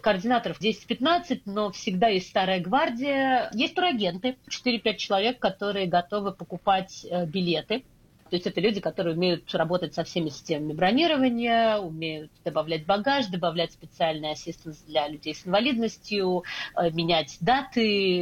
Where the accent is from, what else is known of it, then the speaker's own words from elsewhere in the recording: Moscow, Russia; first language Russian; moved away; also born or lived in Lviv; я изначально русскоговорящий человек, я родилась и выросла в Москве, но все свое детство я провела во Львове каждое лето у бабушки с дедушкой, то есть для меня украинский язык не звучит сложно. Я не говорю, но я, конечно, понимаю обращенную речь.